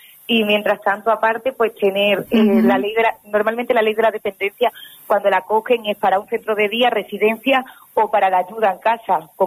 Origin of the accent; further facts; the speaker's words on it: Calamonte, Extremadura, Spain; yo realmente soy de Calamonte